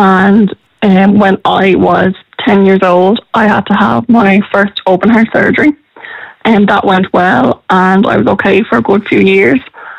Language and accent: English; Arklow, Leinster, Ireland; My hometown, Arklow, has been tremendous.